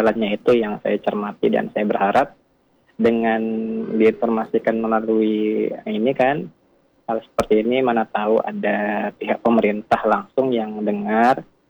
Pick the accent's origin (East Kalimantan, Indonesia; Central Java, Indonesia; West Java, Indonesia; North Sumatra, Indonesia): North Sumatra, Indonesia; Medan; born there; moved away as an adult; Sebelumnya saya memang kelahiran Sumatera Utara sebenarnya.